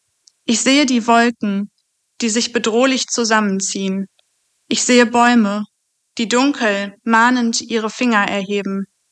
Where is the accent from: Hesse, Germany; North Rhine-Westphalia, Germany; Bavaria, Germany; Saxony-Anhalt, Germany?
North Rhine-Westphalia, Germany; Essen; Ich komme aus Essen und bin 20 Jahre alt.